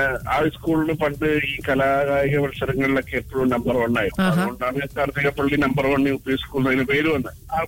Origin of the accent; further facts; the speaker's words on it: Vadakara, Kerala, India; കോഴിക്കോടാണല്ലോ. കോഴിക്കോട് പിന്നെ ആക്ച്വലി പടകരയാണ്.